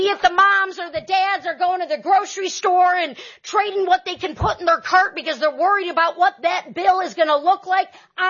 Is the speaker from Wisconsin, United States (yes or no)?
no; Detroit, Michigan, United States; accent: Michigan; I'm from Metro Detroit. I'm from Michigan. And I'm damn proud of it